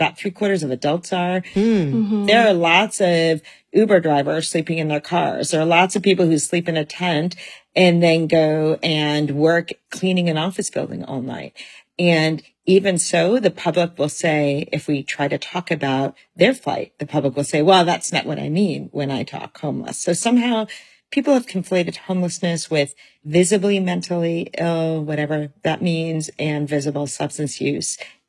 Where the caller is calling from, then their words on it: California, United States; I'm calling in from the Bay Area, and here, like in most of California and the West Coast